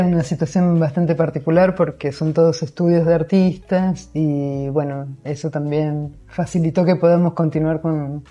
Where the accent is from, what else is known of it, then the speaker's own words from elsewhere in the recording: Rosario, Santa Fe, Argentina; Es muy veneciano, pero yo también soy de Rosario, así que el río Paraná lo tengo muy adentro.